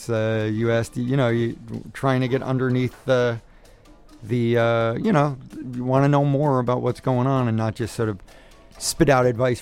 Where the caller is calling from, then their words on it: Newark, New Jersey, United States; Yeah, I'm calling from Green Street in Newark.